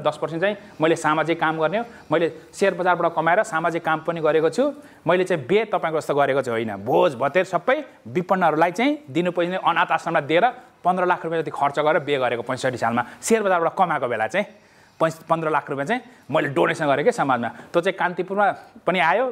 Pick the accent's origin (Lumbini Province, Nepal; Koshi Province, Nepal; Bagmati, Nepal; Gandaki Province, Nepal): Koshi Province, Nepal; Damak; म त हिन्दू हुन्छ चर्चलाई पनि डोनेसन दिएको ज्योति चर्च भन्ने थियो हाम्रो दमकमा मुस्लिमको मस्जिद पनि थियो मेरो घर छेउमै पर्छ